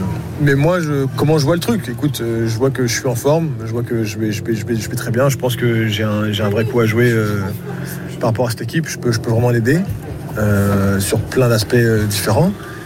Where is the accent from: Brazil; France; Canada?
France; Charenton-le-Pont, Île-de-France; moi, déjà, je suis de Charenton